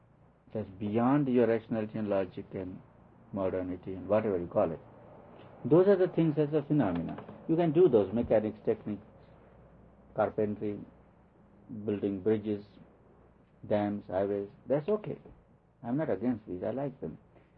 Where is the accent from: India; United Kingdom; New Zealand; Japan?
India; now in United States; Not because I'm Indian. I think I'm as good an Indian as I'm good American.